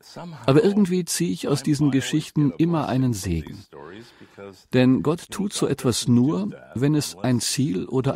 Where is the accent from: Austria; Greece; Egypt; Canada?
Canada; now in Germany; Denn diese Gefängnisse sind nicht annähernd so schön wie die hier in Deutschland oder in meinem Heimatland Kanada.